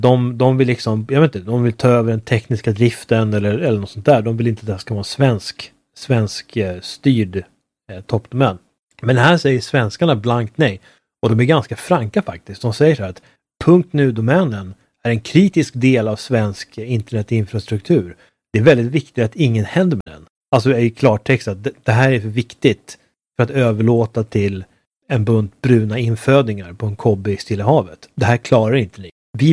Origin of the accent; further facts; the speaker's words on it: Sweden; Jag är svensk.